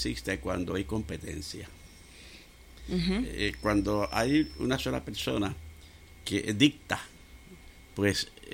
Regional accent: Puerto Rico; now in St. Croix, US Virgin Islands; yo soy puertorriqueño, pero ahora soy Crucian, uh-huh. Bori Crucian, porque vivo aquí.

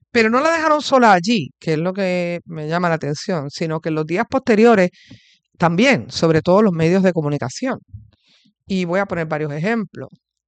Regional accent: Puerto Rico; así que nada, como muchos puertorriqueños, me di dos copas, me cayeron mal.

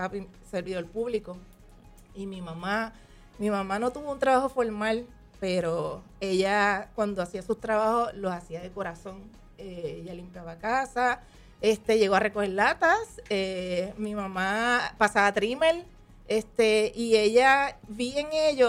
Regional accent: Luquillo, Puerto Rico; also born or lived in Fajardo; Pero criada en ese hermoso pueblo de Luquillo, donde tenemos unas playas hermosas y ahí cerquita del Yunque también unos campos hermosos. Tuve esa oportunidad de crecer allí.

